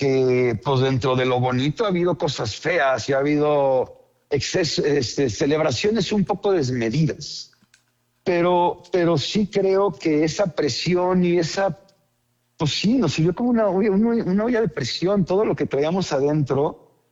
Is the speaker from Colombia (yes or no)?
no; Mexico